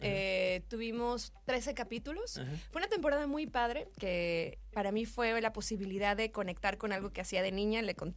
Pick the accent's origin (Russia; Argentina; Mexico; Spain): Mexico; Guadalajara, Jalisco